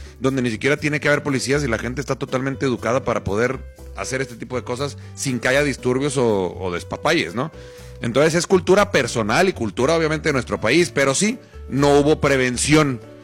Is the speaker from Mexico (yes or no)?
yes; Mexico; hemos llegado lejos como afición y como mexicanos